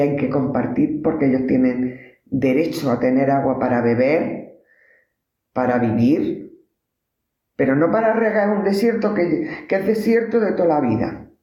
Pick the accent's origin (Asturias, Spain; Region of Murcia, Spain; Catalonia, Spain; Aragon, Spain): Aragon, Spain; Huesca; now in Granada, Spain; Y yo ya, como llevo 7 años, yo luego ya soy de Granada. No, nunca seré de Huesca.